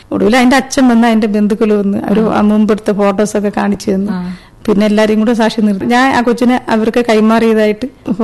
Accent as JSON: {"language": "Malayalam", "town": "Meenankal", "region": "Kerala", "country": "India", "tie": "born or raised there", "said": "ജനിച്ചതും വളർന്നതും എല്ലാം കാട്ടിലാണ്. അഗസ്ത്യരൂപത്തിന്റെ താഴ്വരയിലാണ് ഈ പേപ്പാറ സ്ഥിതി ചെയ്യുന്നത്. അവിടെയുള്ള ഒരു വനത്തിലാണ് എന്റെ വീട്. മീനാങ്കിൽ പന്നിക്കുഴി എന്ന സ്ഥലത്താണ്."}